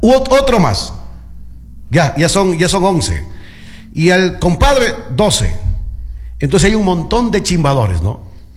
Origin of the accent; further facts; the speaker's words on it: Chuquiribamba, Loja, Ecuador; del de mi tierra también, Chuquiribamba.